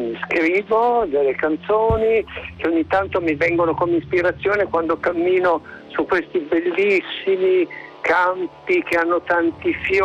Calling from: Milan, Lombardy, Italy; Io abito a Milano anche se non sono nato a Milano proprio.

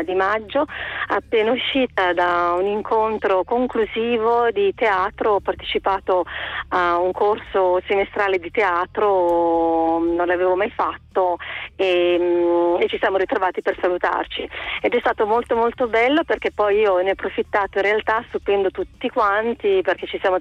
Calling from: Lombardy, Italy; ti chiamo da provincia di Bergamo, sono in macchina

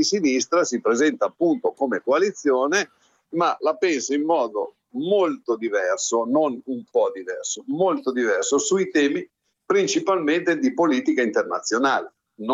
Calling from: Legnano, Lombardy, Italy; telefono da Valdobbiadene in provincia di Treviso, ma sono di Legnano, ora sono in vacanza.

